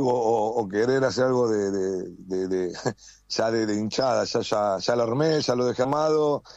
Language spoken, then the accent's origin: Spanish; Buenos Aires, Argentina; moved away as an adult; now in Miami, United States; Soy de Villa del Parque, oriundo de Capital, Villa del Parque, me quedé toda la vida ahí.